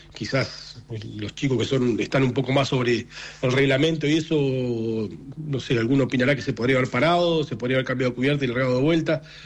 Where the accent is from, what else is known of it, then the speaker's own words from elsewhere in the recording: Trelew, Chubut, Argentina; La mayoría de los que vamos a Comodoro somos de Trelew.